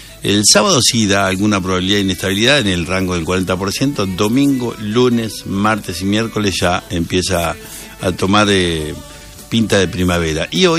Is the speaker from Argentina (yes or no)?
yes; Argentina